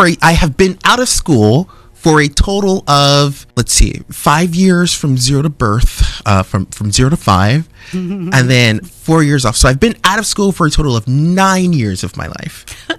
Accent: West Covina, California, United States; So I grew up in the San Gabriel Valley in West Covina

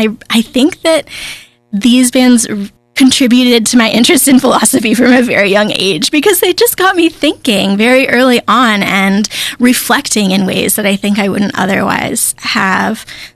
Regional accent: Florida, United States; moved away as an adult; also born or lived in North Carolina; now in Crestline, United States; living on the East Coast my whole life. I'm still growing up in Florida, which is completely flat.

